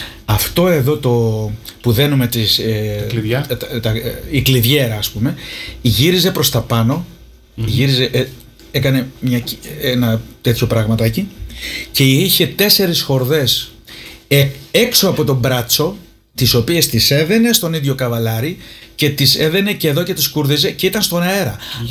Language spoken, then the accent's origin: Greek; Greece; δεν είμαι από εδώ, δεν είμαι Γερμανός, εγώ είμαι Έλληνας.